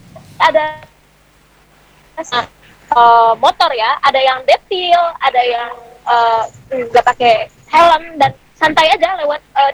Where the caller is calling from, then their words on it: Cimahi, West Java, Indonesia; sebagai warga Cimahi.